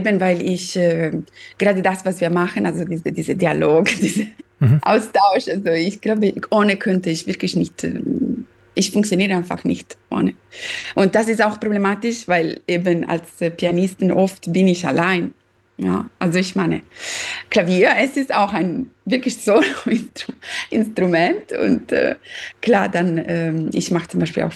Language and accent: German; Southern Italy, Italy; German is a second language; now in Germany